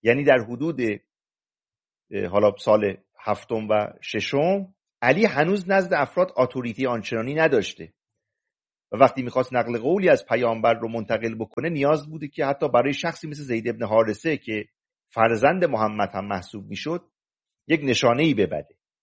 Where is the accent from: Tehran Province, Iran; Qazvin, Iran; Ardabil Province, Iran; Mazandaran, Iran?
Mazandaran, Iran